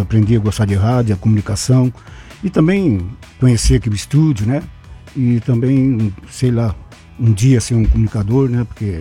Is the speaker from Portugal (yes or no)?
no; Joinville, Santa Catarina, Brazil; na verdade eu morei no Bucarém, né? Eu cresci, nasci a infância toda no Bucarém, e aí depois que eu casei fui pro Floresta